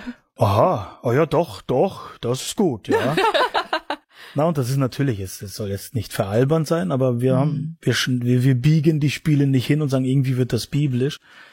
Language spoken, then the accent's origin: German; Mecklenburg-Vorpommern, Germany; Wir würden gerne nach Mecklenburg-Vorpommern gehen, das Ostdeutschland, meine Heimat eigentlich, wo ich herkomme